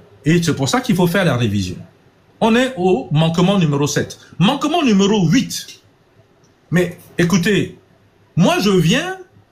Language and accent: French; Togo; je suis noir, togolais et je viens du Togo.